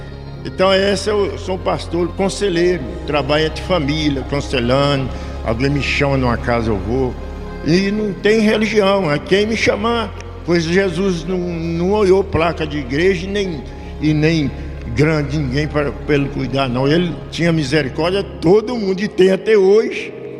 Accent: Brazil; eu sou brasileiro, igual você também, eu moro no Brasil

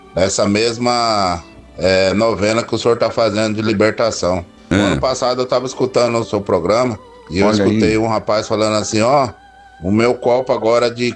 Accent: Marília, São Paulo, Brazil; eu sou de Marília, São Paulo. Marília é terra da bolacha.

